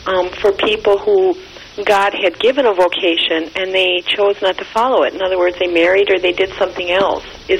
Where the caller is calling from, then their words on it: Minnesota, United States; Minnesota.